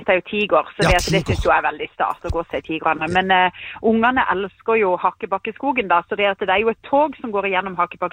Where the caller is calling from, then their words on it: Kristiansand, Agder, Norway; vi er jo sørlendinger